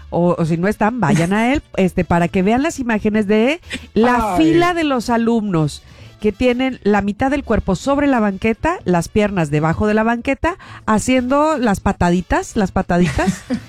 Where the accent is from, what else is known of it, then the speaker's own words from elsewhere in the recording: Veracruz, Mexico; Yo soy jarocha y no sé nadar.